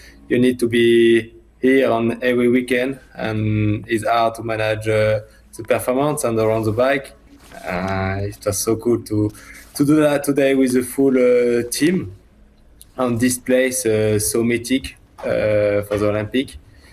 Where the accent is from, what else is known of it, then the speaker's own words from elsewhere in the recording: France; English is a second language; I'm from Europe, from France, and to see this culture is nice.